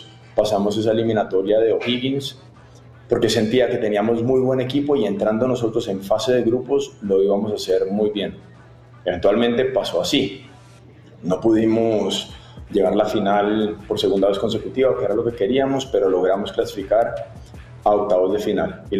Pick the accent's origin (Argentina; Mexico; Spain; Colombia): Colombia; Yo también como colombiano quería que ganáramos y siguiéramos avanzando.